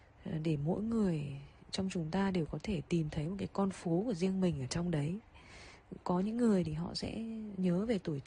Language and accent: Vietnamese; Hanoi, Vietnam; Em thì em sinh ra và lớn lên ở Hà Nội.